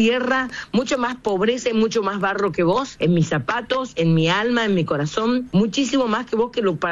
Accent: Argentina; Vos me das vergüenza a mí como argentina y como una simple bailantera

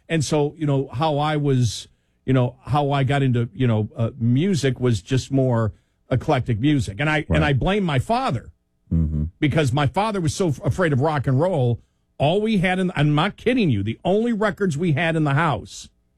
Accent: United States; I grew up on the Canadian border, so a lot of Canadian rock.

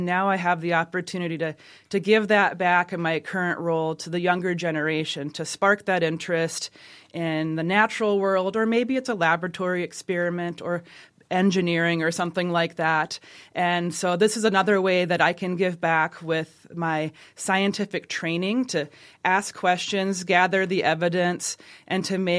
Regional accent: Rapid City, South Dakota, United States; So I grew up in the Rapid City area, and I was lucky to have a forest right in my own backyard

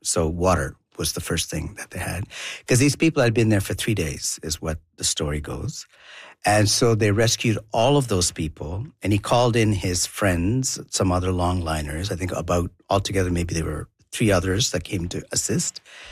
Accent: South India, India; first language Tamil; English is a second language; So I grew up, I was raised, born and raised in India, in southern India. I'm also Tamil heritage, so my mother tongue is Tamil.

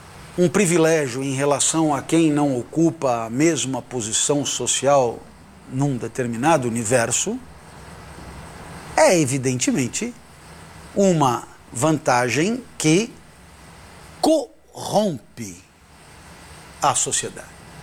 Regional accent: France; Portuguese is a second language; A necessidade de estudar a história da França. Eu sou francês, afinal de contas, não é verdade?

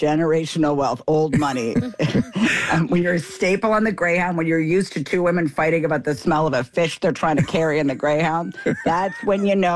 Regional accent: Maryland, United States; because I'm from Maryland

